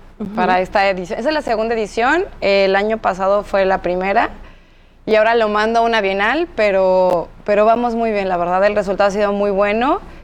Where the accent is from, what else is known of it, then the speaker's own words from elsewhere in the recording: Guadalajara, Jalisco, Mexico; now in Yucatán, Mexico; yo soy de Guadalajara